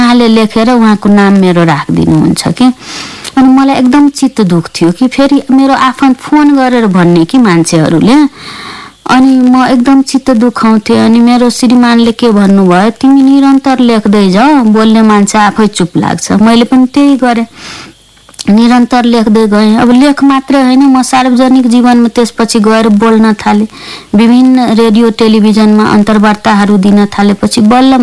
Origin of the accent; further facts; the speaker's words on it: Madhesh Province, Nepal; accent: Madhesi/Maithili tone; first language Maithili; Nepali is a second language; now in Kathmandu, Nepal; मधेसी समुदायको मेरो मातृभाषा मैथिली हो, मेरो टोन फरक पर्थ्यो, अनि उहाँहरूले मलाई भारतीय भन्ने, कसैले इन्डियन भन्ने